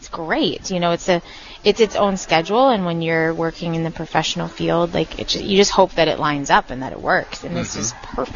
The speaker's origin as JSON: {"language": "English", "town": "Moorhead", "region": "Minnesota", "country": "United States", "tie": "born or raised there", "said": "So I grew up in Moorhead, and I participated for 3 summers in Trollwood up at the old park."}